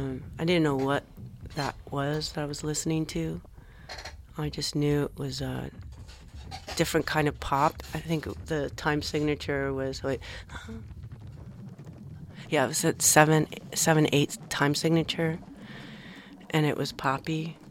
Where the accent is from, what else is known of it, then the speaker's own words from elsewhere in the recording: Argentina; moved away; You know, I'm from Argentina.